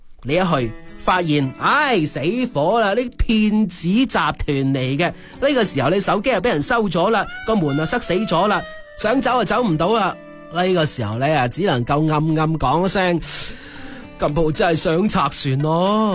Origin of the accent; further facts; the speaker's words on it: Guangdong, China; 呢一句说话体现出我哋广东人好务实、好拼搏嘅精神。